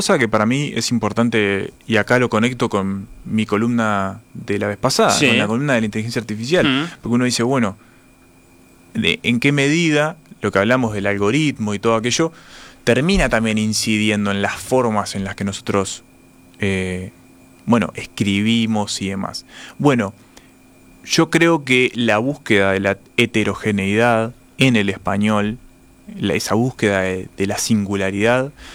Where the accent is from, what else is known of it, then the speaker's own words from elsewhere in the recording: Uruguay; yo como lector uruguayo